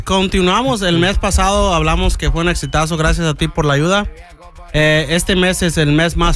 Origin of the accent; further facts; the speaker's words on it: Mexico; pero no, somos mexicanos, amigos.